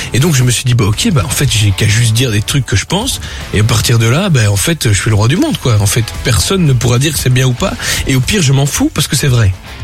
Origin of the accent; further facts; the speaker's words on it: Belgium; Quand je suis allé étudier la musique, la batterie, en Flandre, en Belgique, parce que je suis belge.